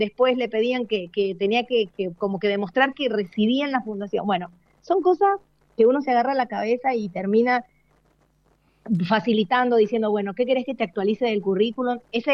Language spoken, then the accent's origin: Spanish; San Juan, Argentina; now in Mendoza, Argentina; Yo soy sanjuanina, hace 20 años que vivo en Mendoza